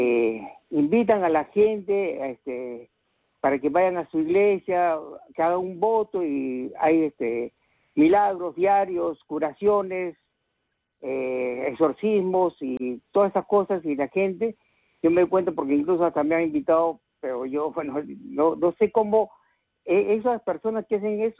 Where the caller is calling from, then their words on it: Lima, Peru; Cercado de Lima